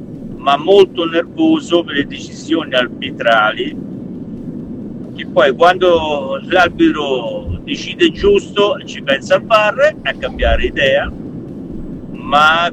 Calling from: Bergamo, Lombardy, Italy; da Bergamo.

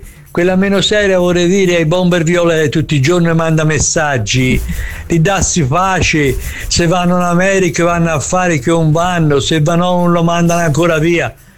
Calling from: Prato, Tuscany, Italy

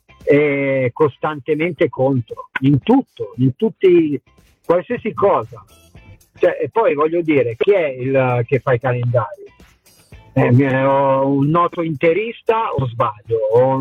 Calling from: Bollate, Lombardy, Italy; da Bollate.

